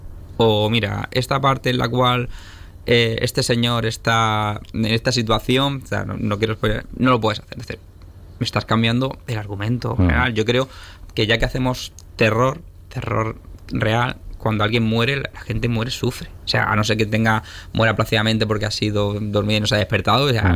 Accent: Almería, Andalusia, Spain; also born or lived in Melilla; yo al final soy de Almería, lo poco, lo mucho que tengo, es me he criado aquí, mi madre es de aquí, mi padre es de Melilla, yo también nací, aunque nací en Melilla, yo me siento almeriense

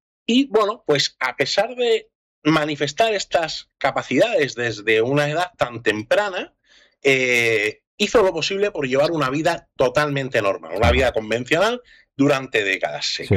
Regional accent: Almería, Andalusia, Spain; aunque yo como buen mediterráneo y almeriense, para mí el solsticio es San Juan, punto.

